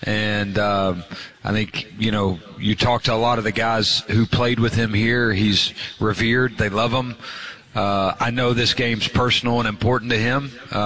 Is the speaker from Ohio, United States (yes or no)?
no; Chattanooga, Tennessee, United States; whenever I was kind of growing up in Chattanooga, whenever I was at Richmond